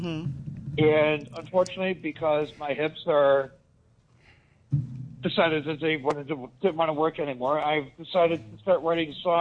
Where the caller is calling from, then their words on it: Willoughby, Ohio, United States; I'm out in Willoughby now.